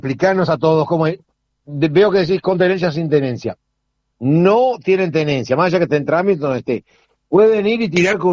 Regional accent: Soca, Canelones, Uruguay; moved away; soy de Soca, yo, en mi pueblo. Y me preguntan, ¿de dónde estoy? Yo sigo siendo de Soca, aunque viva en otro lado, sigo siendo de Soca.

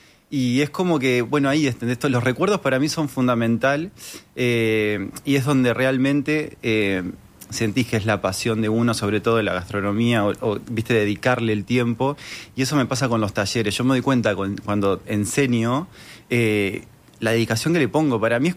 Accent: Argentina; moved away as an adult; now in Uruguay; Eso fue una faceta que descubrí acá en Uruguay. Soy argentino.

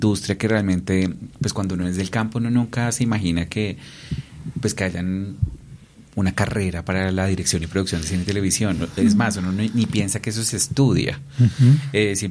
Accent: Huila, Colombia; now in Bogotá, Colombia; Yo soy del departamento del Huila y llevo más o menos alrededor de 22 años. Este año cumplo acá en Bogotá.

